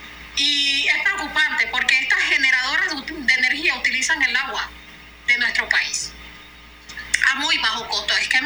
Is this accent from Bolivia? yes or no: no; Panama; now in Colón, Panama; nosotros como panameños